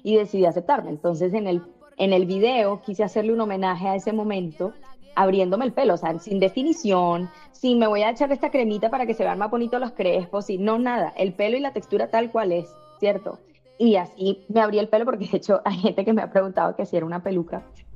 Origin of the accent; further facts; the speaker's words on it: Barrancas, La Guajira, Colombia; yo crecí en una época donde siendo de La Guajira, viviendo yo crecí en el Cerrejón, siendo de Barrancas, mi familia igual crecía ahí adentro